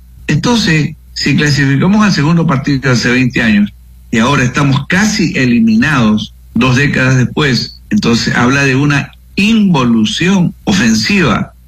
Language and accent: Spanish; Ecuador; Porque así somos los ecuatorianos.